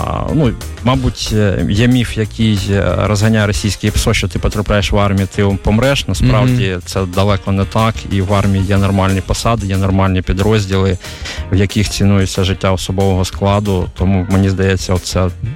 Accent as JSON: {"language": "Ukrainian", "region": "Kyiv", "country": "Ukraine", "tie": "born or raised there", "moved": "as an adult", "said": "Я киянин, і я вперше в житті переїхав. Я все життя жив у Києві, я вперше переїхав."}